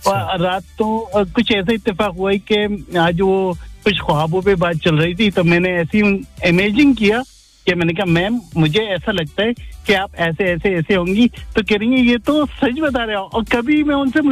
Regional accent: Rampur, Uttar Pradesh, India; मेरा ताल्लुक बस आजम खान का एक शहर है, रामपुर।

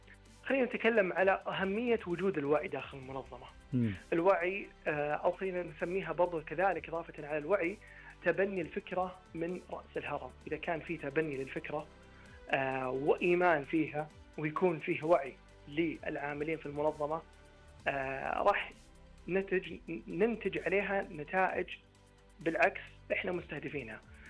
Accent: Saudi Arabia

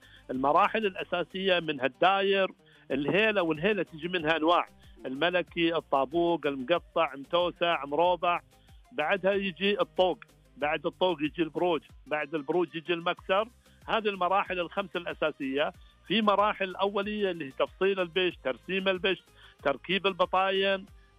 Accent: Saudi Arabia; حنا عندنا في السعودية

